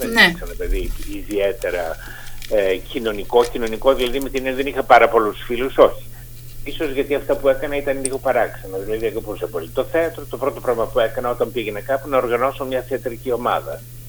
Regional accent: Alexandroupoli, Eastern Macedonia and Thrace, Greece; now in Athens, Greece; Εγώ όταν τέλος πάντων έφυγα από την Αλεξανδρούπολη, γιατί πια είμαι Αθηναίος πολιτογραφημένος, ήταν το 1966.

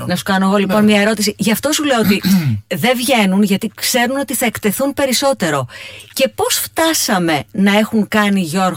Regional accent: Drymonas, Western Greece, Greece; τσάτρα-πάτρα που λένε και στο χωριό μου, στο Δρυμόνα Ετωλοκαρνανίας?

